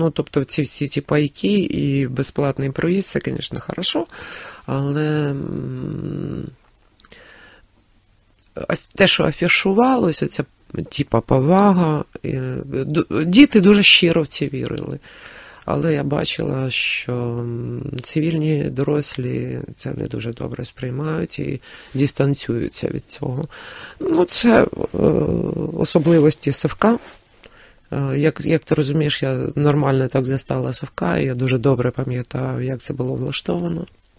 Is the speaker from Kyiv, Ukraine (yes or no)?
yes; Kyiv, Ukraine